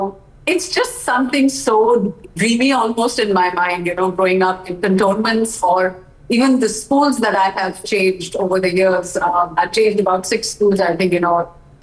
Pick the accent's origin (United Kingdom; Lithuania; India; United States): India; I feel thoroughly proud every single day to be an Indian.